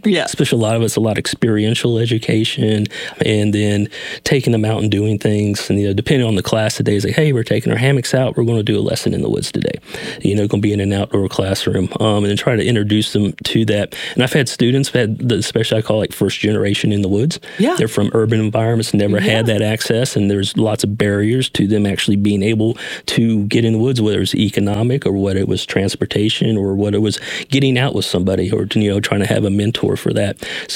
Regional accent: the South, United States; some things from my childhood growing up in the South and that type of thing.

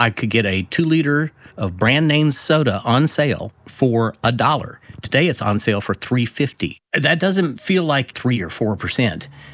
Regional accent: Louisville, Kentucky, United States; Hello, Planet Money. … from Louisville, Kentucky.

